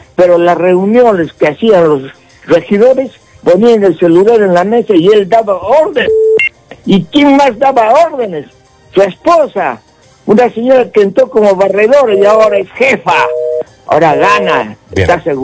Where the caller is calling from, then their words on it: Arequipa, Peru; la corrupción es tan grandaza que tenemos acá en el Perú.